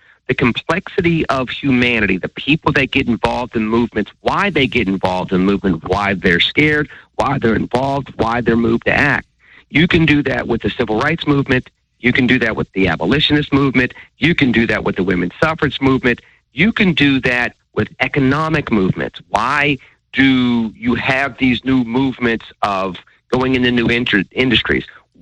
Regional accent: Pittsburgh, Pennsylvania, United States; growing up in Pittsburgh, Penn Hills

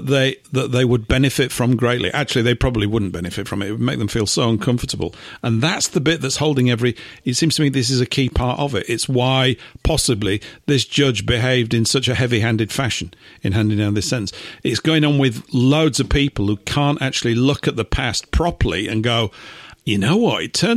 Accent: England, United Kingdom; as an English type

